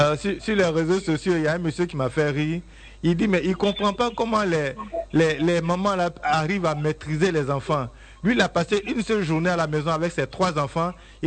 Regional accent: Côte d’Ivoire

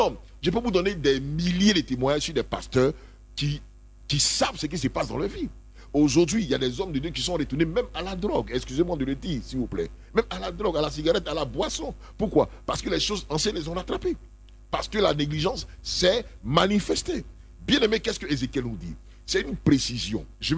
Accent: Côte d’Ivoire; Mon origine, c'est la Côte d'Ivoire. Mon origine, là, c'est la Côte d'Ivoire.

